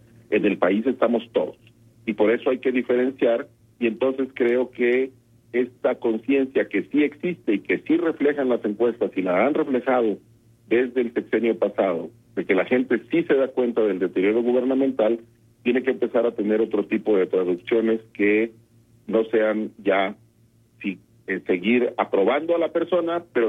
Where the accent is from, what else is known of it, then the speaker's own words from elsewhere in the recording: Mexico; así somos los mexicanos